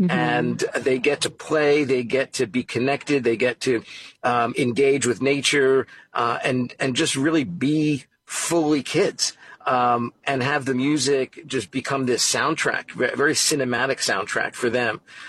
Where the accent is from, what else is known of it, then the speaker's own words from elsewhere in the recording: Brooklyn, New York, United States; You know, growing up in New York, I grew up with music, starting with piano lessons as a little kid, five, 6 years old. My folks still live in the same house in Brooklyn, New York